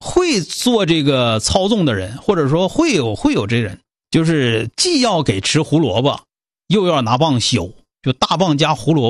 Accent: Northeast China, China; 咱们东北人出电商出的比较多，对吧？

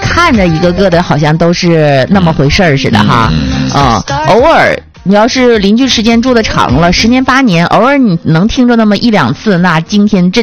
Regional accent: Northeast China, China; accent: Northeastern (Dongbei); now in Changchun, China; 我的东北嗑可纯粹了呢，嘎嘎纯， 对， 那可不咋，土生土长。

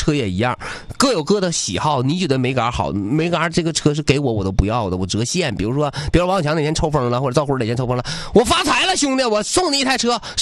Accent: Northeast China, China

